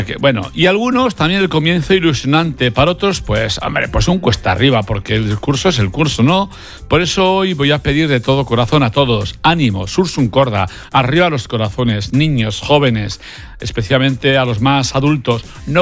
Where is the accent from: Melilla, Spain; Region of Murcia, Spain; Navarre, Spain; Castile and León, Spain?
Navarre, Spain; Cáseda; mi pueblo natal de Cáseda